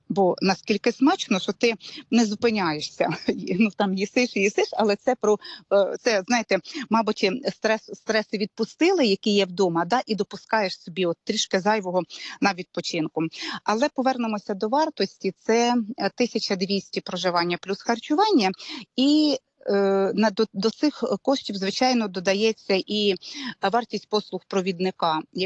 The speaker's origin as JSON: {"language": "Ukrainian", "town": "Poltava", "region": "Poltava Oblast", "country": "Ukraine", "said": "Перше те, що у нас я з Полтави, і у нас прекрасне сполучення."}